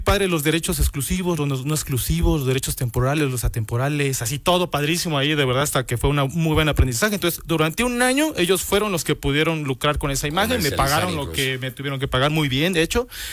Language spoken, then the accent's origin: Spanish; Tapachula, Chiapas, Mexico; now in Puebla, Mexico; Soy del antiguo Soconusco, soy de Tapachula, frontera con Guatemala, con los chapines.